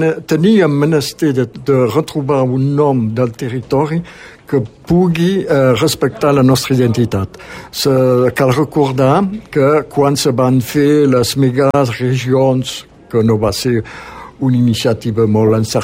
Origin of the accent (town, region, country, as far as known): Occitania, France